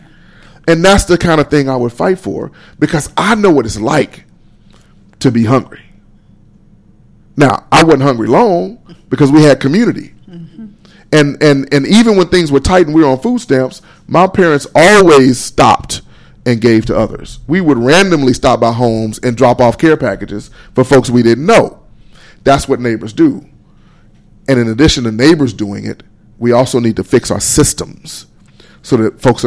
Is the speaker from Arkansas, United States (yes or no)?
yes; Pine Bluff, Arkansas, United States; Because I grew up in Pine Bluff. And I went to Watson Chapel Public School District all the way through.